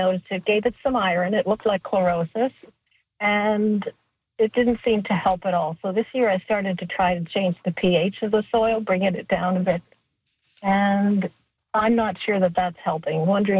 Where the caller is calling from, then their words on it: Winnipeg, Manitoba, Canada; In Winnipeg in Wolseley.